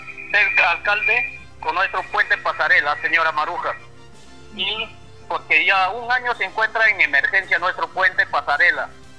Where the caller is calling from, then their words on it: Peru; le llamo de Piotoa.